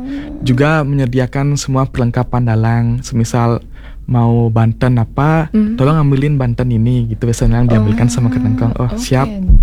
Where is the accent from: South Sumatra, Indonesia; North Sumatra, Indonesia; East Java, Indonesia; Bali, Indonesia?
Bali, Indonesia; kita orang Bali